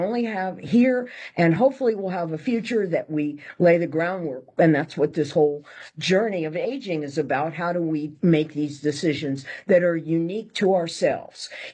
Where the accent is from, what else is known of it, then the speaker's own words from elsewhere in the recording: Florida, United States; also born or lived in California; I lived in California 30 years because there's no humidity like where I grew up in Florida.